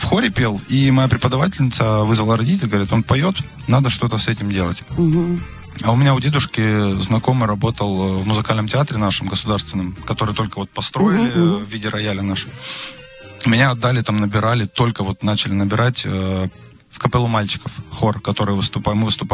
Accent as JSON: {"language": "Russian", "town": "Rostov-on-Don", "region": "Rostov Oblast", "country": "Russia", "lives_now": "Moscow, Russia", "said": "Я из Ростова, да."}